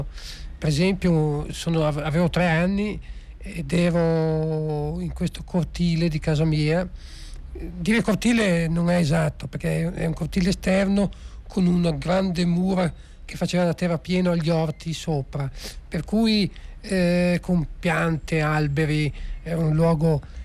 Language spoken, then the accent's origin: Italian; Genoa, Liguria, Italy; io sono nato a Genova, ma da padre di Cagliari.